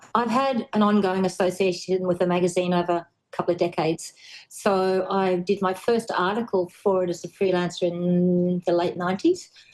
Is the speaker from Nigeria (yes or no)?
no; Australia; We try to celebrate being Australian. We try to celebrate everything about Australia.